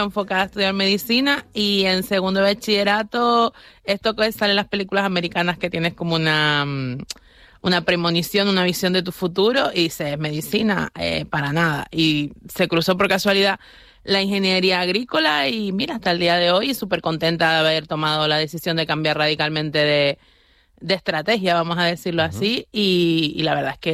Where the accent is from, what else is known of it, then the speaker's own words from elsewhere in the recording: Güímar, Canary Islands, Spain; Yo, por ejemplo, soy de Güímar